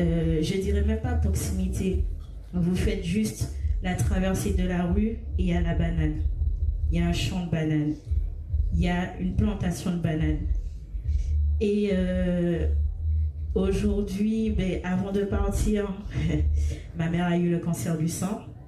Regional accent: Martinique; Je bifurque un peu dans toutes les causes qu'il y a chez moi. Je suis de la Martinique.

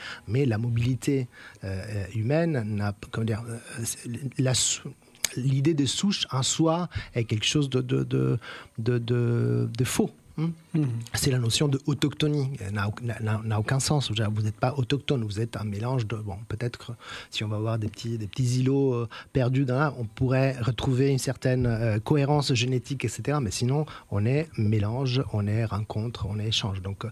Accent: Italy; French is a second language; Je parle italien. Je suis un italien ici.

